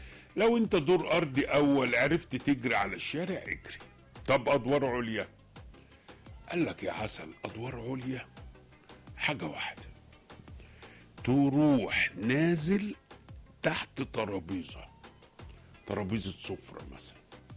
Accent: Egypt

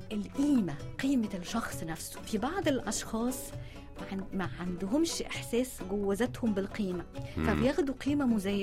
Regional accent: Egypt; احنا كمجتمع مصري

